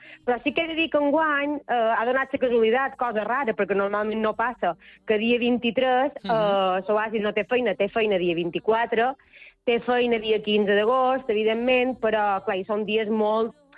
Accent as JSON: {"language": "Catalan", "town": "Montuïri", "region": "Balearic Islands", "country": "Spain", "said": "com a Montuïrera"}